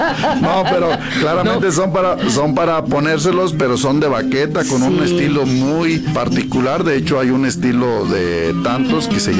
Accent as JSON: {"language": "Spanish", "region": "Jalisco", "country": "Mexico", "said": "Sí, fíjate que nosotros ahora sí que somos jaliscienses, eso sí, que sea..."}